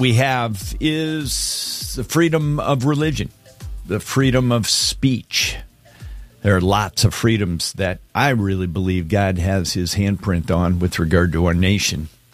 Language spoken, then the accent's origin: English; Alaska, United States; moved away; where I was raised in Alaska, 66 is called balmy.